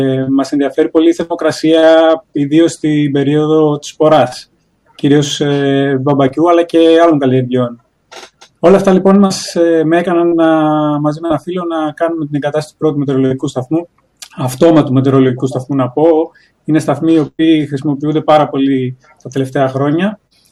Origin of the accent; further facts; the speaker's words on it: Agios Dimitrios, Central Greece, Greece; στο χωριό μου συγκεκριμένα, στον Άγιο Δημήτριο, είναι περίπου στο κέντρο της Κοπαϊδας